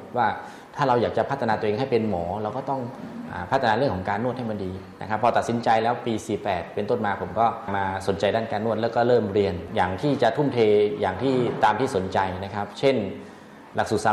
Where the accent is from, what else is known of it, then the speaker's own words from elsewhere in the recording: Khon Kaen, Thailand; ผมเป็นคนขอนแก่นนะครับอยู่ที่อำเภอขอสนกว่านะครับ